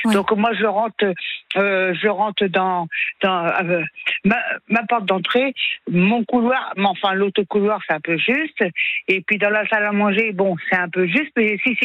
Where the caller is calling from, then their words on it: Nantes, Pays de la Loire, France; moi j'ai 59 et moi j'habite à Nantes.